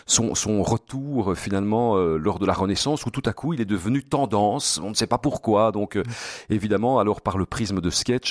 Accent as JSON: {"language": "French", "country": "Belgium", "said": "je suis un Belge totalement affirmé."}